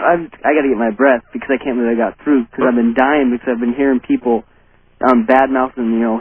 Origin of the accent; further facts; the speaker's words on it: Seattle, Washington, United States; from Seattle.